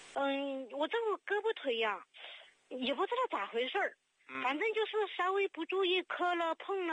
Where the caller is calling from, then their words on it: Sichuan, China; 我是四川的